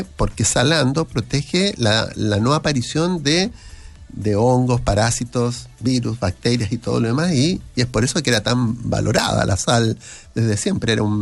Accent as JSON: {"language": "Spanish", "region": "Valparaíso", "country": "Chile", "said": "Como porteña, ¿ya? Sí."}